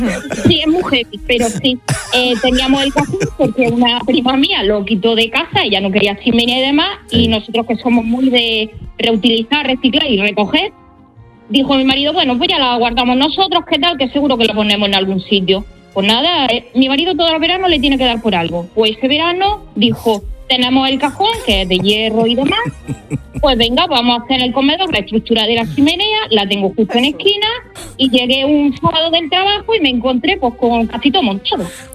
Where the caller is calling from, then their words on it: Almería, Andalusia, Spain; te llamo desde Almería